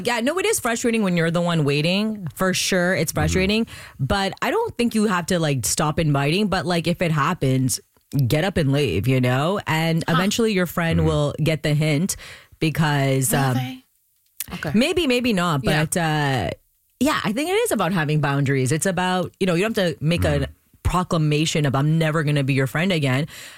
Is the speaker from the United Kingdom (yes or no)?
no; Pakistan; I'm Pakistani, so I remember went to a wedding.